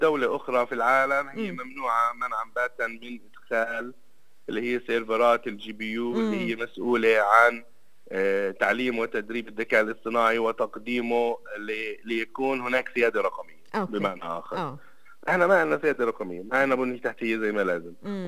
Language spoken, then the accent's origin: Arabic; Palestine; عندنا في فلسطين.